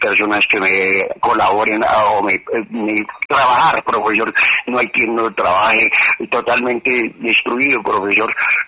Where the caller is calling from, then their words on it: Concorná, Antioquia, Colombia; Lo llamo de aquí, Concorná, Antioquia